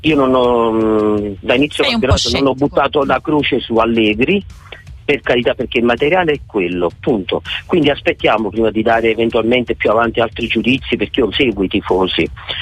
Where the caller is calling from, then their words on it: Frankfurt, Hesse, Germany; un saluto da Francoforte.